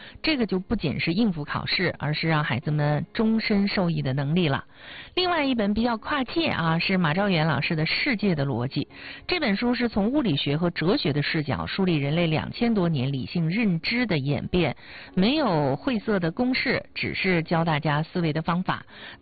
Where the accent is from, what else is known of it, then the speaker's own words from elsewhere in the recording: China; 我们中国人